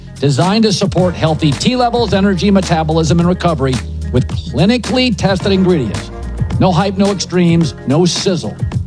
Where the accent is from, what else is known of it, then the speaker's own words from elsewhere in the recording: Pacific Northwest, United States; When I was a kid and growing up in the Northwest, the Huskies